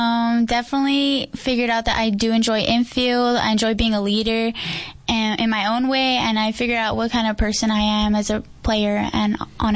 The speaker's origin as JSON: {"language": "English", "town": "El Paso", "region": "Texas", "country": "United States", "moved": "as an adult", "lives_now": "Yuma, United States", "said": "I'm originally from El Paso, Texas."}